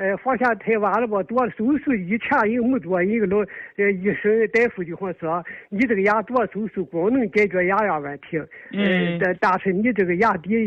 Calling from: Weifang, Shandong, China; 我是潍坊的听众，我今年80岁了。

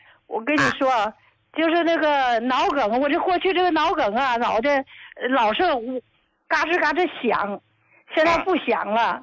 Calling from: Qinhuangdao, Hebei, China; 啊，我是秦皇岛的。

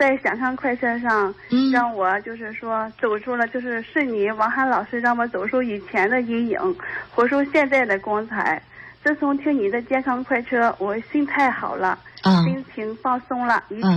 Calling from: Dezhou, Shandong, China; 我是山东德州的祥康人。

